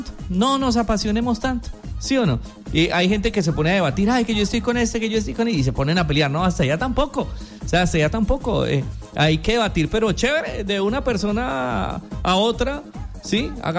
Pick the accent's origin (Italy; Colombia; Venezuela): Colombia; Pero pues como ciudadano, como colombiano